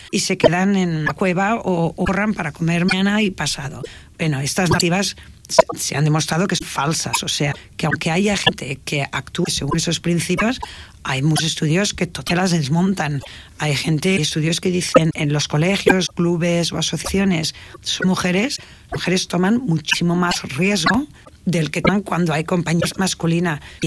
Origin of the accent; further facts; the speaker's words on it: Tarragona, Catalonia, Spain; soy de Tarragona y de Bella por parte de padre, un pisito maravilloso en Cañón, en el Bajo Aragón, la frontera que es el sur de Cataluña, el norte de Valencia y el sur de Aragón.